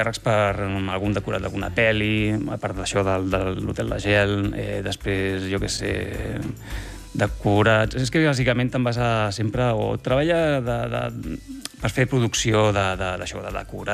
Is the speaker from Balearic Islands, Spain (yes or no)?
no; Barcelona, Catalonia, Spain; born there; also born or lived in Lliçà d'Amunt; now in Sant Pol de Mar, Spain; jo soc nascut a Barcelona.